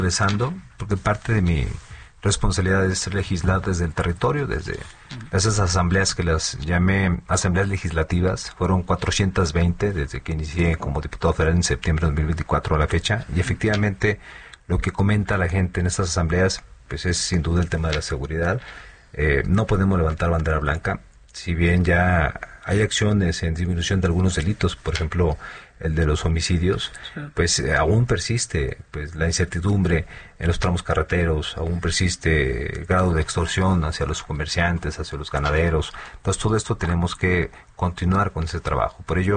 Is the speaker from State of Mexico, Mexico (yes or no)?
no; Zacatecas, Mexico; Entonces es un tema donde hay que enaltecer pues no solamente lo que somos como zacatecanos, sino lo que podemos ofrecer hacia el exterior.